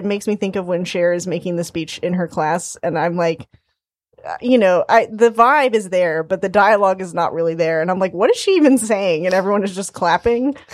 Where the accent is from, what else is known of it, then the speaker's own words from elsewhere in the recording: Atlanta, Georgia, United States; Honestly, I grew up in Atlanta